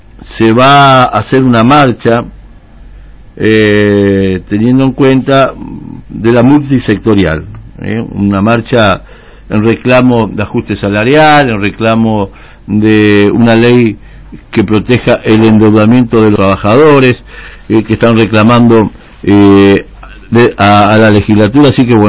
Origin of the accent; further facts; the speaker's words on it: Argentina; ese es el gobierno que elegimos los argentinos de acá